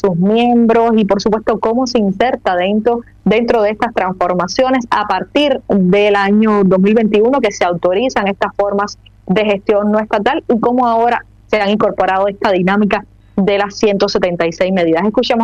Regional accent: Cuba; a lo interno como cubanos.

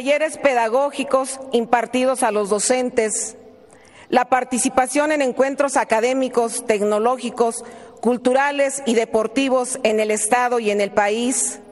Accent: Michoacán, Mexico; Vengo orgullosamente de Michoacán, de una familia de maestras y maestros

